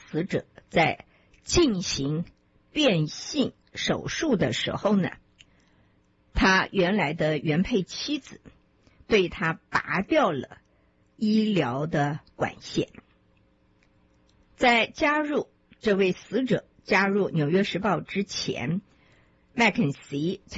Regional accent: China; 而且不限于只有美国人，我们中国人也有这一方面的趋势，只是中国人比较隐忍，比较不会那么的公开。

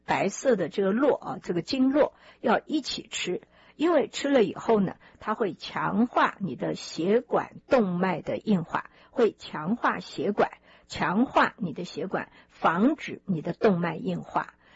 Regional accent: Taiwan; 因为我从台湾来，所以我知道台湾啊一年四季可以吃到各式各样的橘子。

